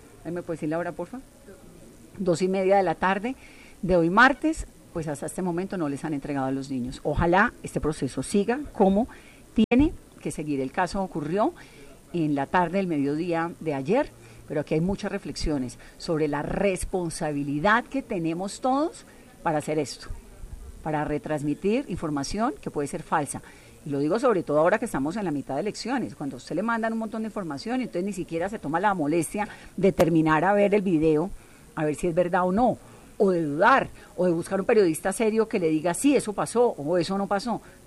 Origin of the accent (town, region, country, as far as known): Colombia